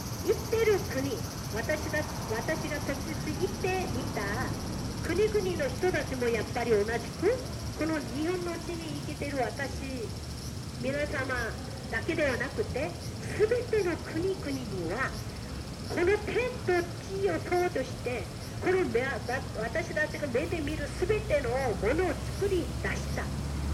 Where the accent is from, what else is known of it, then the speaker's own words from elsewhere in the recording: South Korea; Japanese is a second language; moved away as an adult; now in Japan; 私は韓国から来ました。それで日本に今33年ぐらい暮らしています。